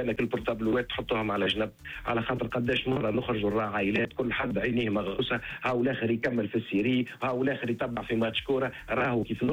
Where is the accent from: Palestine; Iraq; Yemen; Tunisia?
Tunisia; احنا راه تونسي